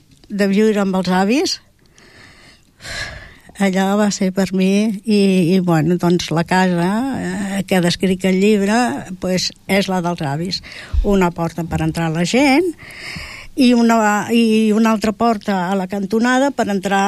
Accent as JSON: {"language": "Catalan", "area": "Almería province", "region": "Andalusia", "country": "Spain", "tie": "born there", "moved": "yes", "lives_now": "Tordera, Spain", "said": "Jo vaig néixer a la província d'Almeria, en un poble uh-huh, que es diu Oleila, que és molt maco."}